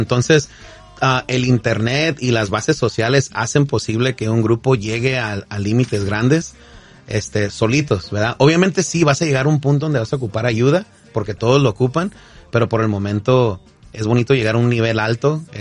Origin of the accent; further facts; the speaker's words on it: Los Angeles, California, United States; Pero para ser honesto, pues nosotros somos de aquí, de Los Ángeles, porque cuando uno va para México no es de allá, y ni aquí es de aquí.